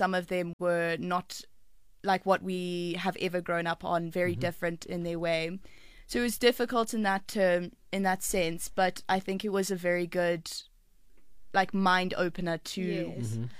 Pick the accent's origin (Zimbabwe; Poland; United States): Zimbabwe; Harare; also born or lived in KwaZulu-Natal, South Africa; now in Gauteng, South Africa; Growing up in Zim was amazing. The community is definitely smaller, but amazing.